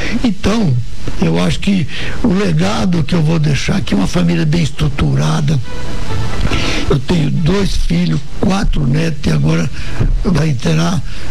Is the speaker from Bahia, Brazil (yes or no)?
yes; Bahia, Brazil; como diz o nordestino que eu sou, né, baiano